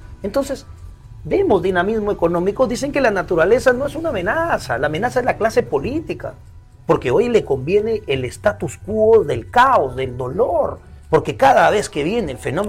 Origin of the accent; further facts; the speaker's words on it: Ferreñafe, Lambayeque, Peru; moved away; also born or lived in Ica; venirme a hacer política a mi tierra, pensando cambiar mi Ferreñafe querido